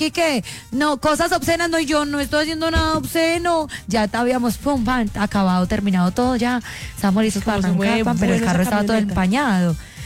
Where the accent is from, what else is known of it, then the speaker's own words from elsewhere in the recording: Entre Ríos, Argentina; Yo también soy de pueblo, yo soy de Entre Ríos.